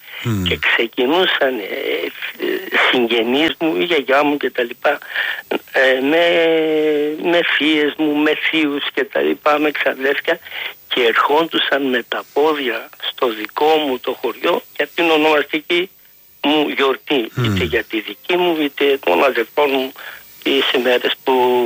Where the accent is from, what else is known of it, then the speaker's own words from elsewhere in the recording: Northern Greece, Greece; το βλέπω εδώ και στη Βόρεια Ελλάδα, ας πούμε εμένα το δικό μου το χωριό